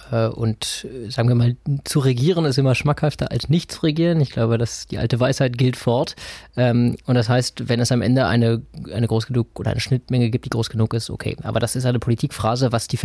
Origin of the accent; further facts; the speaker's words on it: Brandenburg, Germany; Als Brandenburger kann ich werben, das haben wir gerade in Brandenburg getan.